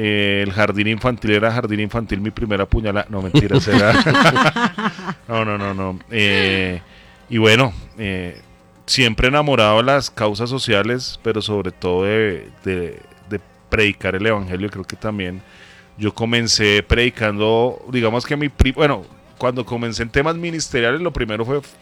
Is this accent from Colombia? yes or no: yes; Bogotá, Colombia; Nací en ese hospital. Me crié en el barrio Meisen, Ciudad Bolívar.